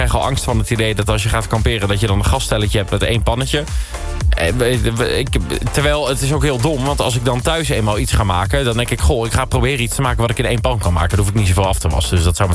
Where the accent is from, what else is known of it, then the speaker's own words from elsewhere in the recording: Nijmegen, Gelderland, Netherlands; Ik ben geboren en getogen in Nijmegen.